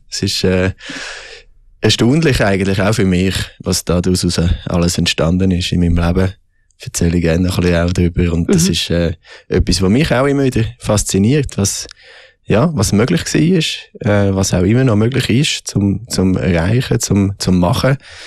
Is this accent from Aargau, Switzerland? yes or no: no; Bern, Switzerland; born there; also born or lived in Zürich; Ich bin in Bern geboren, genau. Bin dann bis im Kindergarten bei da gewesen. Mein Vater ist Pfarrer, meine Mutter Lehrerin. Und ja, eigentlich die grosse Änderung ist gewesen, wo wir dann ins Zürichbiet sind gezügelt.